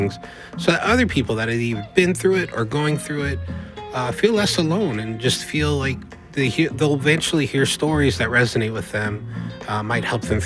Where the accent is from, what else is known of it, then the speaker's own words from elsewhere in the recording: Hawaii, United States; you invite a Hawaiian out to the cookout